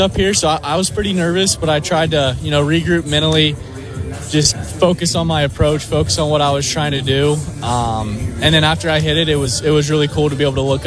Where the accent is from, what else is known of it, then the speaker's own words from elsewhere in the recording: Marietta, Ohio, United States; just growing up watching games. My uncle played for the teams when they won back-to-back national championships. So, yeah, I grew up a Marietta College fan.